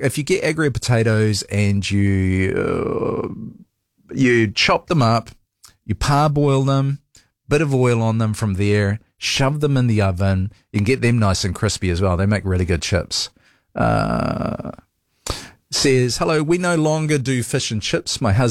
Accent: New Zealand; Look, I feel dirty as a New Zealander saying it, Robert, having a go at fish and chips, because you're right. It's a staple in our country

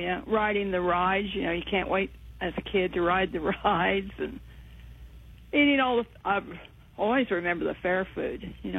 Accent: Martinsville, Illinois, United States; born there; So we were raised on the Martinsville Fair.

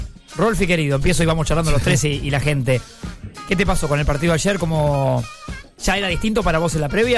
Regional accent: Argentina; Como somos los argentinos

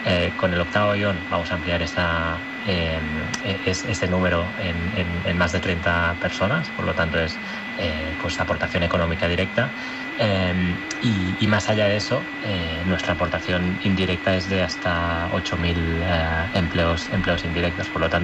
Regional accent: Barcelona, Catalonia, Spain; Yo soy de Barcelona, entonces tengo algo por Barcelona.

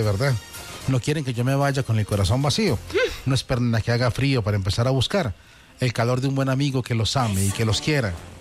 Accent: Colombia; Como colombianos, como equipo, como ciudadanos de la misma ciudad, como habitantes del mismo país, que es el suyo, es el nuestro, que se llama Colombia.

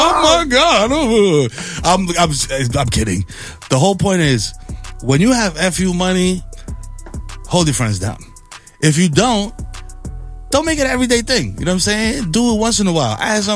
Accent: New York, United States; I'm from the Bronx. I play East Tremont.

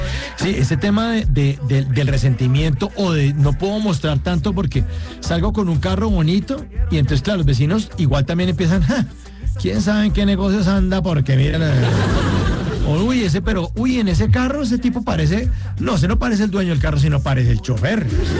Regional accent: Colombia; los colombianos nos la pasamos como mirándonos el ombligo.

